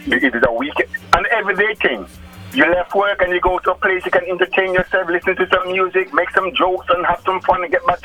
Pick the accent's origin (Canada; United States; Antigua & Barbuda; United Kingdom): Antigua & Barbuda; My problem is, I'm from Antigua. I've been around for 66 years in Antigua. I live here, born here.